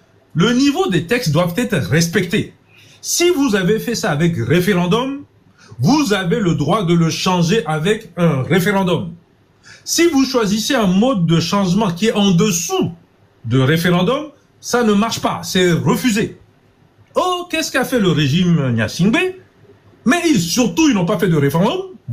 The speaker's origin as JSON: {"language": "French", "country": "Togo", "said": "je suis noir, togolais, et je viens du Togo."}